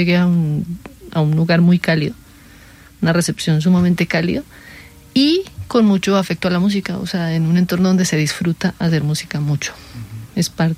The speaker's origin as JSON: {"language": "Spanish", "country": "Colombia", "said": "a mí allá no me reconocían mucho como colombiana"}